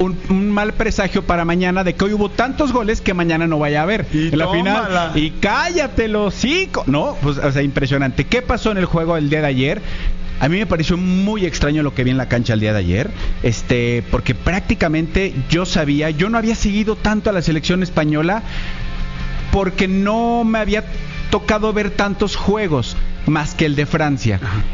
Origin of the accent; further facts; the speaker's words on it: Mexico; para como mexicano, después de Haaland, creo que Bellingham fue el jugador que se ganó el corazón de hombres y mujeres en este país.